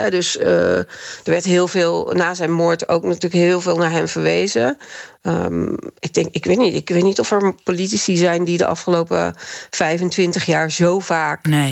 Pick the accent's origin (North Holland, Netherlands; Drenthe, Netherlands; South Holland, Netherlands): South Holland, Netherlands; Rotterdam; ik kom zelf uit Rotterdam-West, of ik woon in Rotterdam-West, en vlakbij waar Fortuin woonde.